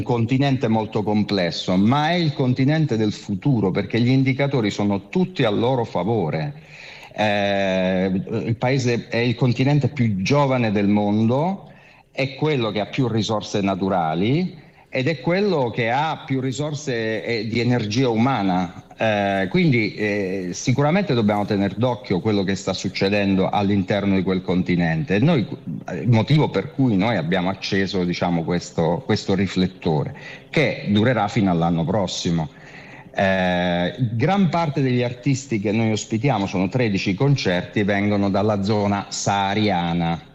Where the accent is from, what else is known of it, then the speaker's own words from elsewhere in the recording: Apulia, Italy; born there; noi siamo nati sul Gargano